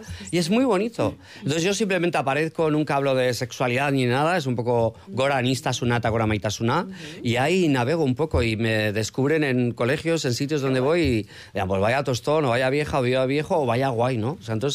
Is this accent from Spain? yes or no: yes; Llodio, Basque Country, Spain; y yo soy de Yodio.